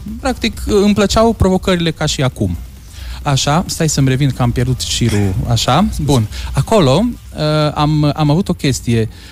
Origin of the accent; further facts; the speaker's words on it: Mureș County, Romania; accent: Transylvanian; Eu sunt din Mureș, da. Da, de acolo vin.